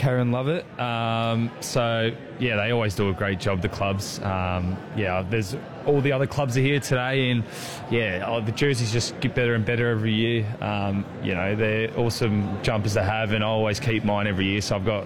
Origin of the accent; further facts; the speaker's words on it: Melbourne, Victoria, Australia; I'm from Melbourne.